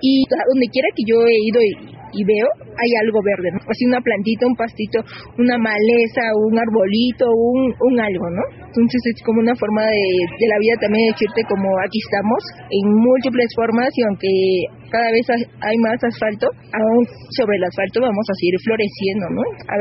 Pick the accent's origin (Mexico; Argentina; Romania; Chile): Mexico; Veracruz; moved away; me recuerda mucho como a mi infancia en Veracruz.